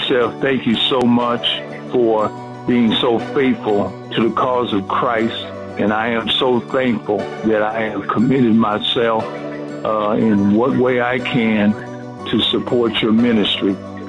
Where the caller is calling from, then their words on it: Tecumseh, Ontario, Canada; I'm calling from Tecumseh, Ontario, Canada.